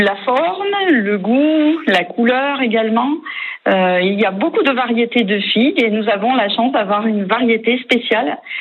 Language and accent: French; Provence-Alpes-Côte d'Azur, France; comme dit chez nous en Provence.